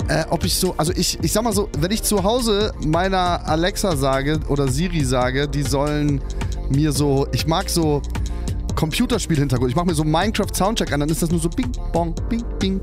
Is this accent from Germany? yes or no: yes; Bremen, Germany; bin ich Bremer